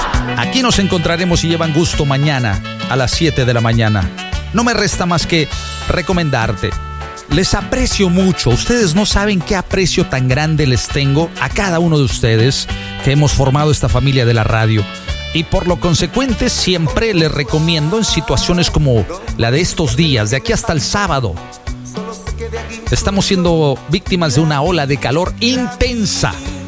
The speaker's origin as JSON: {"language": "Spanish", "region": "Veracruz", "country": "Mexico", "said": "yo soy de oro, y yo soy jarocho."}